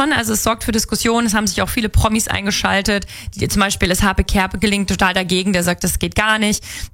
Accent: North Rhine-Westphalia, Germany; ich komme ja aus der Nähe von Köln-Bonn.

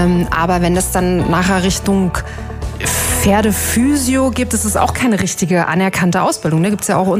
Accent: eastern Germany, Germany; also ich komme ja aus dem Osten

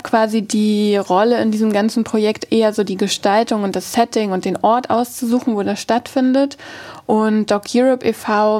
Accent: Hamburg, Germany; born or raised there

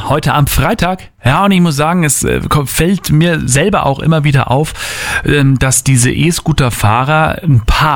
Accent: Bad Reichenhall, Bavaria, Germany; Also bei uns zu Hause in Bad Reichenhall, da geht der Fahrradweg vorbei, mein lieber Scholli.

